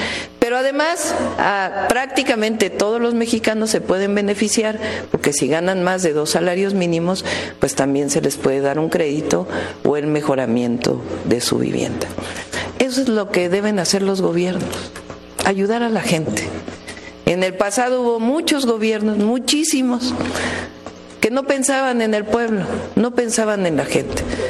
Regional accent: Mexico; Así somos las mexicanas y los mexicanos.

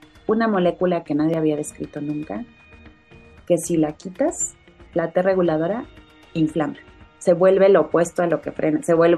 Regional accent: Mexico; Estamos en ese 5%, siendo mexicanos, trabajando desde aquí

